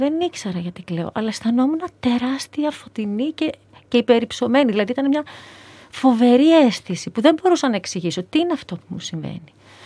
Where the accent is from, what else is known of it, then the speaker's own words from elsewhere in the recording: Thessaloniki, Central Macedonia, Greece; also born or lived in Ioannina; Είμαι άνθρωπος της πόλης. Ναι. Mm. Γεννήθηκα στα Γιάννενα, μεγάλωσα Θεσσαλονίκη. Κρατούσαμε επαφές με τα χωριά, αλλά όχι πολύ.